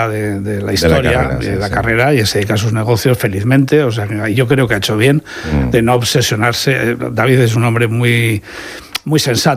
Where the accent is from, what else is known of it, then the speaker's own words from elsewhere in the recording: Burgos, Castile and León, Spain; also born or lived in Madrid; now in Murcia, Spain; Yo he vivido más en Murcia que en mi tierra. O sea que... Fíjate. Que en Burgos, sí, sí, claro.